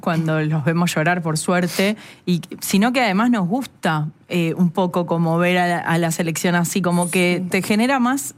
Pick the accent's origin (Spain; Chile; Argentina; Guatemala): Argentina; Somos un país re futbolero